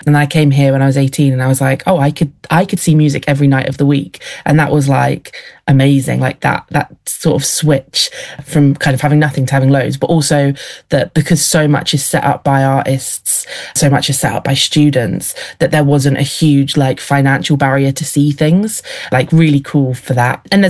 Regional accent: East of England, United Kingdom; moved away as an adult; now in Leeds, United Kingdom; I grew up in Bedfordshire, which is in the south. And then I moved to Leeds when I was 18 for uni and then just stayed there.

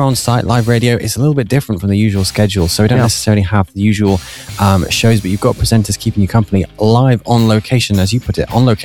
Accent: United Kingdom; I'm British.

